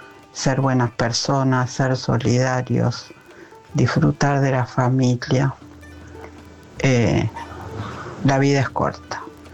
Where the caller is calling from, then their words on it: Buenos Aires, Argentina; de Villa del Parque.